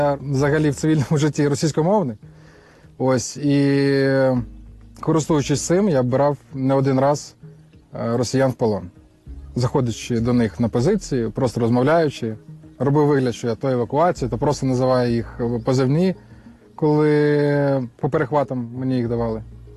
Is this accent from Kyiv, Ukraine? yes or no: yes; Kyiv, Ukraine; first language Russian; Ukrainian is a second language; я сам киянин і почув в Києві вибухи 24 лютого.